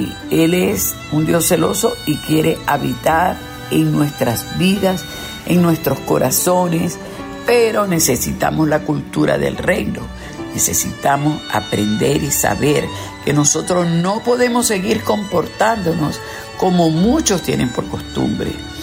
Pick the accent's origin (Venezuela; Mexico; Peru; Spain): Venezuela; Falcón; Yo soy cristiana, pero me enganchaba con quien fuera. Yo soy de Falcón.